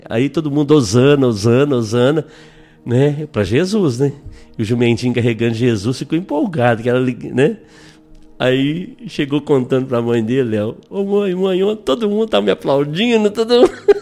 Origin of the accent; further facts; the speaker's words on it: Santo Antônio do Monte, Minas Gerais, Brazil; born there; de Santo Antônio do Monte, minha terra, nasci lá. Fui batizado na igreja de Santo Antônio.